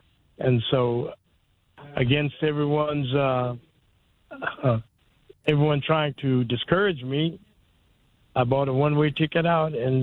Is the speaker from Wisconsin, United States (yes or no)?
no; West Virginia, United States; until I reach West Virginia. This is my home state. I was born here, and I come here.